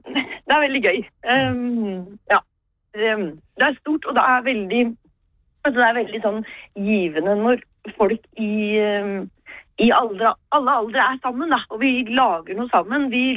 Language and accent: Norwegian; Innlandet, Norway; Jeg jo født og oppvokst I Haraldsbygda